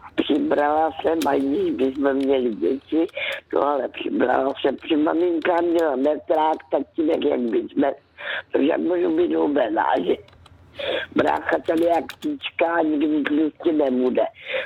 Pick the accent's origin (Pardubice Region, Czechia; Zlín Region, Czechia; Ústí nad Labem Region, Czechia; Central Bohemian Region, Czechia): Zlín Region, Czechia; Karolinka; já jsem dcerka z Valašska, kde se narodila v Karolínce, kde je hrozně pěkné, aspoň mi se tam vždycky líbilo. To není daleko od Vizovice.